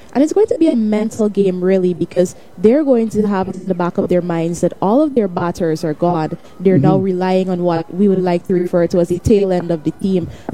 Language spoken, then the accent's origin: English; Georgetown, Demerara-Mahaica, Guyana; when I get back to Guyana.